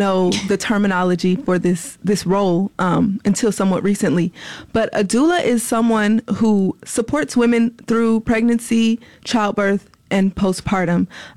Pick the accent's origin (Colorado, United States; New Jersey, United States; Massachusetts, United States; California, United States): California, United States; now in Mississippi, United States; I'm not from here. I'm from California.